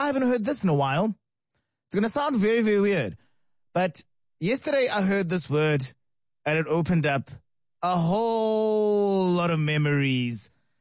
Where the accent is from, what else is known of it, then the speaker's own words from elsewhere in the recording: Alberton, Gauteng, South Africa; I grew up in Brackenhurst, Bracken Downs